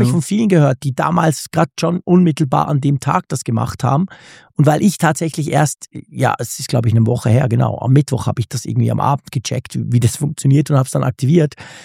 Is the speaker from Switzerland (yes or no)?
yes; Switzerland; Also ich bin ja hier als Schweizer quasi mit meinem Schweizer Apple-Account drin